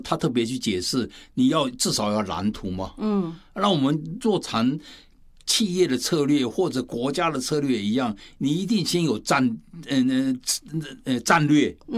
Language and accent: Chinese; Taipei, Taiwan; 我今年70岁了，在台北住了就70年。